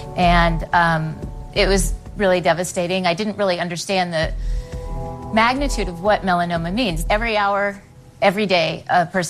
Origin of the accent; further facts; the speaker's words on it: Los Angeles, California, United States; I'm from Los Angeles, California